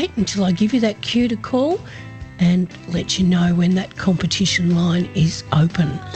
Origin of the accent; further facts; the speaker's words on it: Horsham, Victoria, Australia; coming to you from my hometown of Horsham in Western Victoria.